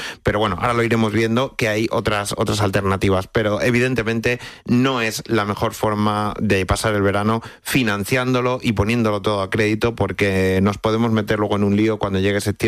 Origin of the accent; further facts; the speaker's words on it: Extremadura, Spain; La que está cayendo, yo que además que soy extremeño, imagínate lo que me cuentan de por allí, de la que está cayendo en Cáceres y Badajoz